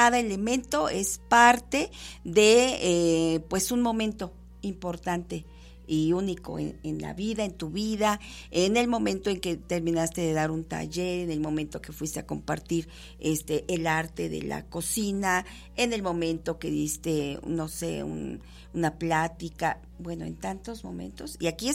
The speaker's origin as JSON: {"language": "Spanish", "country": "Mexico", "said": "nosotros como mexicanos"}